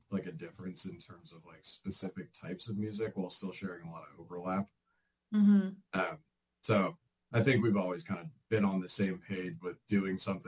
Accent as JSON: {"language": "English", "region": "California", "country": "United States", "tie": "born or raised there", "lives_now": "Sacramento, United States", "said": "We grew up in the Bay Area. John still lives there. I live in Sacramento now. Tony's not too far from me, in Elk Grove."}